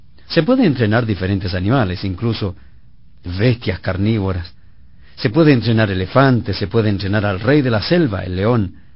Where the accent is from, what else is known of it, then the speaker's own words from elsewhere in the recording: Punta Arenas, Magallanes and Chilean Antarctica, Chile; moved away; mi ciudad de origen, en Punta Arenas, Chile, zona donde existen muchas ovejas.